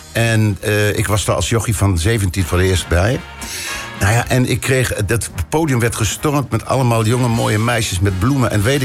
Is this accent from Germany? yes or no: yes; Germany; Dutch is a second language; En ik ben Duitser, geboren en getogen.